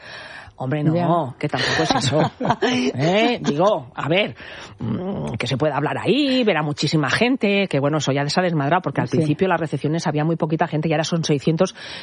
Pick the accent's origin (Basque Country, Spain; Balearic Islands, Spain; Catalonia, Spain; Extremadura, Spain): Balearic Islands, Spain; Mallorca; a ver, yo como mallorquina no lo había oído nunca